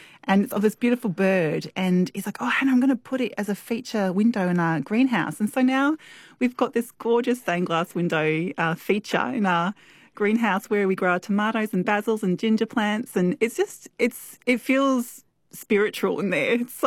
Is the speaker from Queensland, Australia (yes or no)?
yes; Brisbane, Queensland, Australia; the community was so strong where I grew up in West End, Brisbane